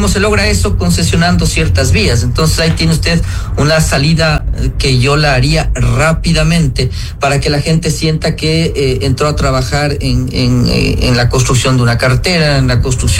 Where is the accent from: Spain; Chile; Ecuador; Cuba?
Ecuador; tenemos como ecuatorianos